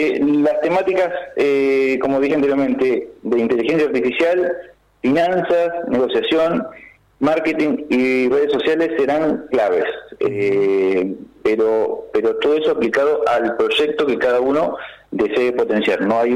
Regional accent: General Roca, Río Negro, Argentina; Exactamente, yo soy de General Roca.

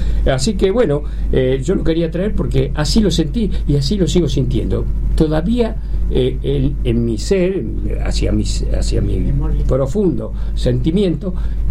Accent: Argentina; born there; Yo soy argentino.

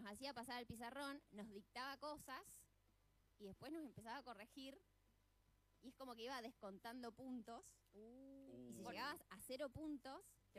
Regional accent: Argentina; now in Buenos Aires, Argentina; Yo ya vivía acá en Buenos Aires, había viajado a mi pueblo natal

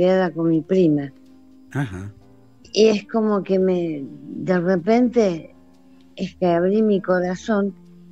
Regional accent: Rosario, Santa Fe, Argentina

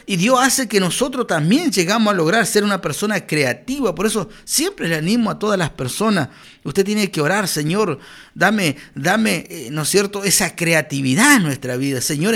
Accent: Villa Ángela, Chaco, Argentina; Nosotros hace 24 años atrás veníamos de una familia muy, pero muy acarenciada, muy pobre, de la provincia de Chaco.

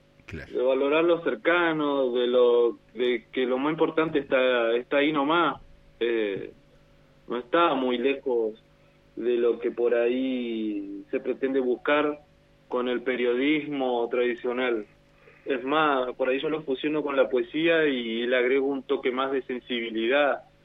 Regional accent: Argentina; somos parte de un mismo lugar, digamos, somos parte de la Argentina.

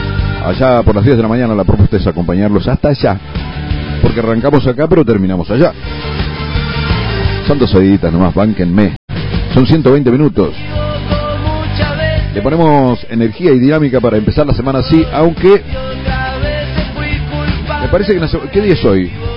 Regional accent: San Rafael, Mendoza, Argentina; now in Alta Gracia, Argentina; soy de San Rafael Mendoza.

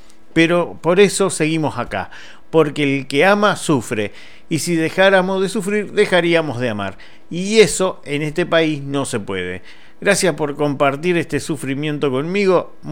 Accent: Argentina; los argentinos no queremos parar de sufrir

